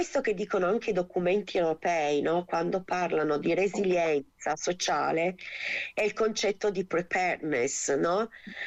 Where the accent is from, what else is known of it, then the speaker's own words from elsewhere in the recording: Turin, Piedmont, Italy; qui a Torino, io sono di Torino